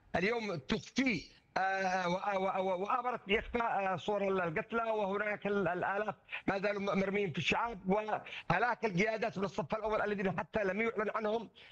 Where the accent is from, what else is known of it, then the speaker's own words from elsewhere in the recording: Yemen; كيمني وكرجل عسكري